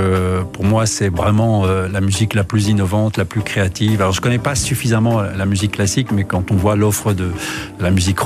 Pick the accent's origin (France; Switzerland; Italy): Italy; Rome, Lazio; Voilà, je suis originaire en fait de Rome.